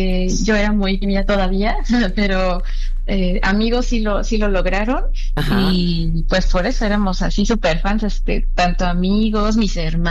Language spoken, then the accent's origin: Spanish; Mexico City, Mexico; now in Cuernavaca, Mexico; bueno, yo soy de la Ciudad de México.